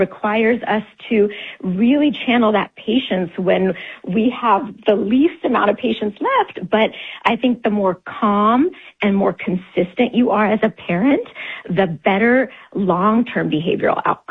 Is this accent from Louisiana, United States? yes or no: no; Tennessee, United States; You know, I remember growing up in Tennessee in my elementary school. At school, you could get spanked as a punishment.